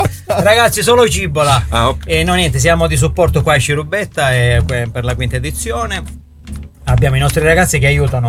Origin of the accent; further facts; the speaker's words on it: Scilla, Calabria, Italy; io anche sono di Scilla